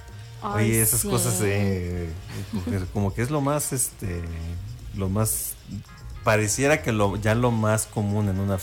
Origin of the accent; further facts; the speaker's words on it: Tlatlauquitepec, Puebla, Mexico; born there; now in Teziutlán, Mexico; en Tlatlauqui, allá en mi pueblo